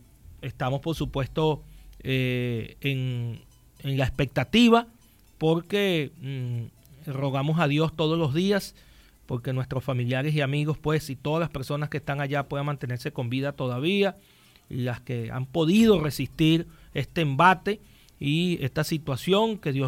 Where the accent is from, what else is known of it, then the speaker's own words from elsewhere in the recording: Venezuela; porque somos venezolanos y no estamos acostumbrados a este tipo de actividades y este tipo de cosas acá en nuestro país.